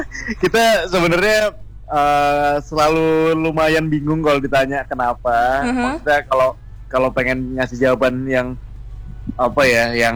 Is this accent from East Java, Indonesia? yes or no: yes; Surabaya, East Java, Indonesia; Iya, kami dari Surabaya.